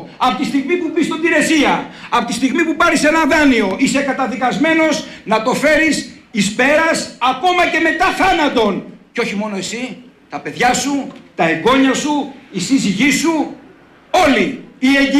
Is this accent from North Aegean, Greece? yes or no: no; Ionian Islands, Greece; Κάθε φορά που πατάω το πόδι μου στον τόπο μου νιώθω μια ιδιαίτερη συγκίνηση